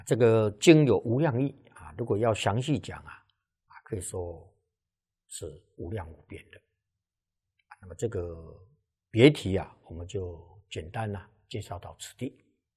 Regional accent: China; 经是我们中国人称的

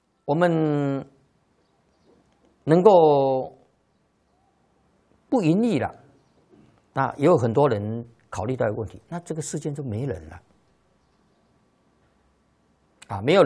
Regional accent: China; 我们中国人

